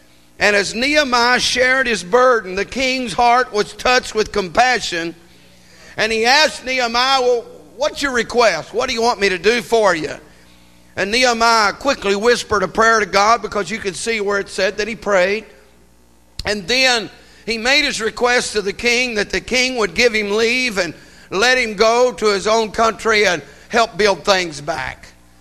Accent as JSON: {"language": "English", "country": "United States", "tie": "born or raised there", "said": "And I am American through and through. I was born here. I was raised here. I am a citizen in here, of here."}